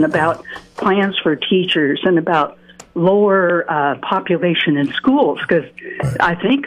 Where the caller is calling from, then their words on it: Aurora Grande, United States; As a grandma here in Aurora Grande